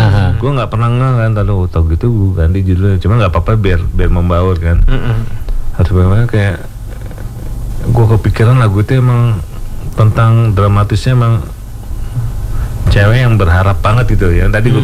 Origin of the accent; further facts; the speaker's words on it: Jakarta, Indonesia; born there; Gue sih emang orang Jawa. Bapak ibu gue Jawa. Ibu Solo, bapak Jember. Cuma gue lahir di Jakarta, jadi Betawi, jadi Betokau ini.